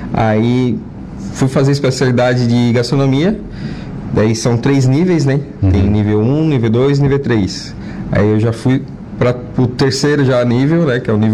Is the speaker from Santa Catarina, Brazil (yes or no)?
yes; Araranguá, Santa Catarina, Brazil; A minha adolescência aqui em Araranguá mesmo, né? Em 99 abriu o grupo escoteiro aqui de Araranguá, né?